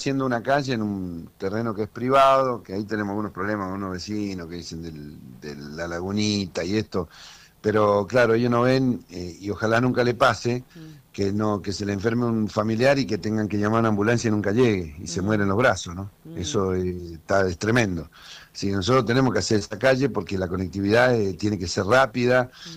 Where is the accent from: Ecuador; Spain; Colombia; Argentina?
Argentina; El Bolsón; Así que yo vengo de la zona de Bolsón, del Hoyo, así que yo sé cómo es cómo son las costumbres, cómo son las tradiciones